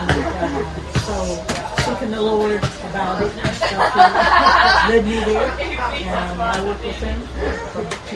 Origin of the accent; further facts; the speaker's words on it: Nashville, Tennessee, United States; moved away as an adult; now in Estonia; Well, I'm from Nashville, Tennessee